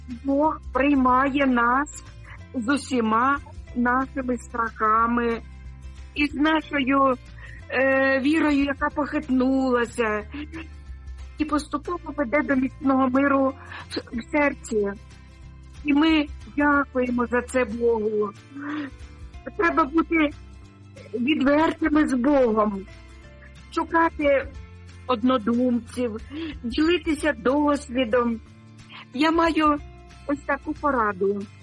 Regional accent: Sumy, Sumy Oblast, Ukraine; now in Denmark; вітаю вас з далекої Данії. Передаю вітаннячко на мою рідну Україну, у моє рідне місто Суми.

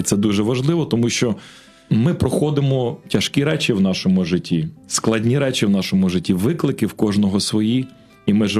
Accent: Bila Tserkva, Kyiv Oblast, Ukraine; Я з Білої Церкви.

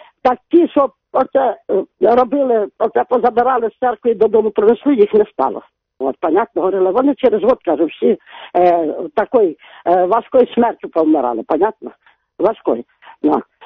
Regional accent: Zaporizhzhia, Zaporizhzhia Oblast, Ukraine; born there; я виросла тут у Запоріжжі із 10-ти років.

